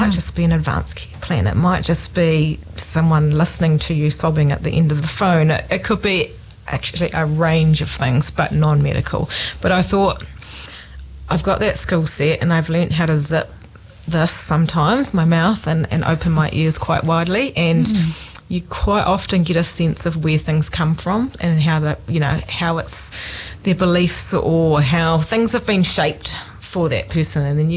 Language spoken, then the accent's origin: English; Doubtless Bay, Northland, New Zealand; also born or lived in Kaitaia; Yes, my family are originally from down here, but they moved away and I was born in Kaitaia and grew up in Doubtless Bay in Northland.